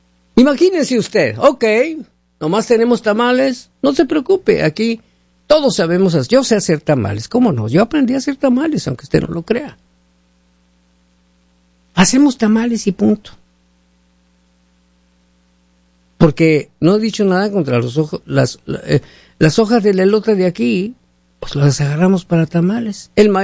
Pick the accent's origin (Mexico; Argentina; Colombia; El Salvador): Mexico; now in United States; Yo he ido a mi tierra, y allá en mi tierra, una sandía está entre $1 y $2.